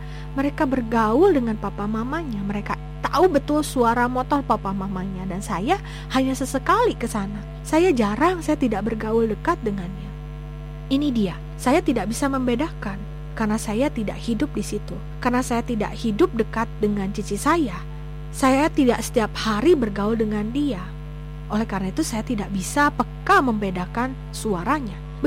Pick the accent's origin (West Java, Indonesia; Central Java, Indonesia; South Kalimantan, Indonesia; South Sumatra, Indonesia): West Java, Indonesia; Garut; moved away as an adult; also born or lived in Bandung; saya kuliah di Bandung dan kota asal saya Garut.